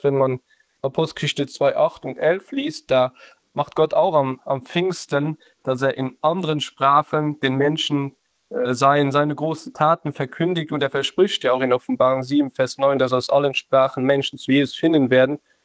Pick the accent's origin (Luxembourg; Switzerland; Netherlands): Luxembourg; first language Luxembourgish; German is a second language; für uns Luxemburger ist Luxemburgisch unsere Muttersprache und es ist eigentlich ein Identitätsmerkmal als Luxemburger.